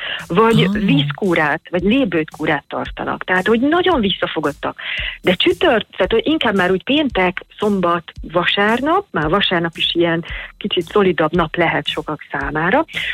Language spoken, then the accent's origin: Hungarian; Hungary; Tehát, hogyha én magyarként így kezdeném a reggelit, és úgy folytatnám, ahogy Magyarországon megszoktam